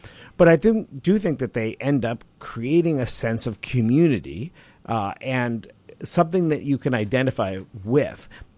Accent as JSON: {"language": "English", "town": "Los Angeles", "region": "California", "country": "United States", "tie": "born or raised there", "said": "As a kid, I grew up in Los Angeles."}